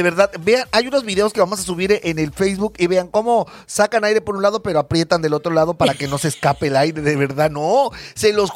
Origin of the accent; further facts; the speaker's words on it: Mexico; muchos mexicanos sabemos que no sabemos hablar inglés